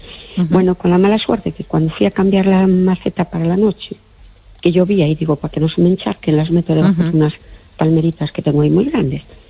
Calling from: Jaén, Andalusia, Spain

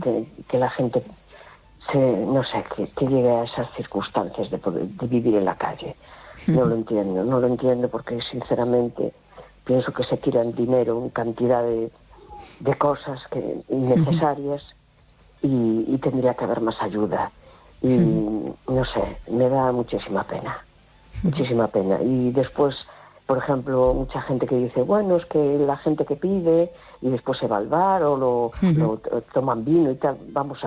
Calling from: A Coruña, Galicia, Spain; Hola, buenas noches … de La Coruña.

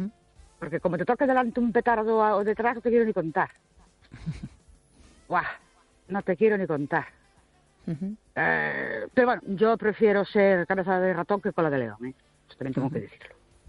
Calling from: Ourense, Galicia, Spain; Buenas noches. … de Ourense.

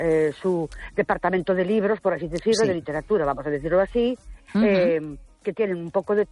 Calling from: Ourense, Galicia, Spain; Buenas noches … de Ourense.

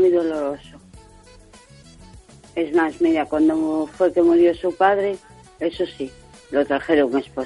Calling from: A Coruña, Galicia, Spain; de Coruña.

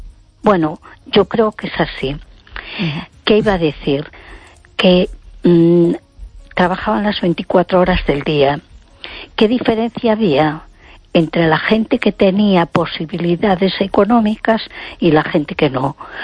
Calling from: A Coruña, Galicia, Spain; de Coruña.

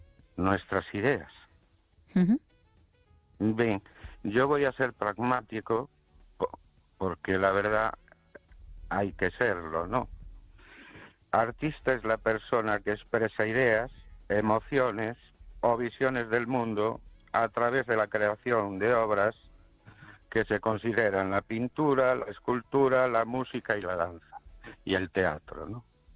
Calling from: Ourense, Galicia, Spain

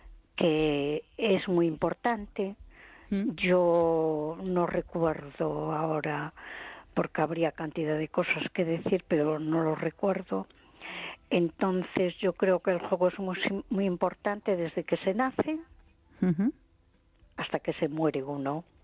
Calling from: A Coruña, Galicia, Spain; de Coruña.

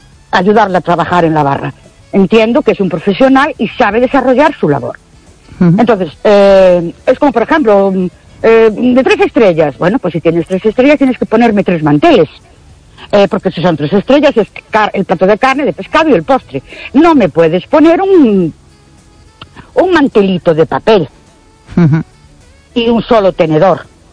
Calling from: Ourense, Galicia, Spain; Buenas noches … de Orense.

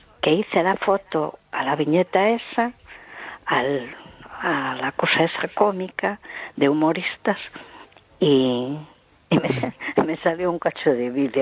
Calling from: A Coruña, Galicia, Spain; de Coruña.

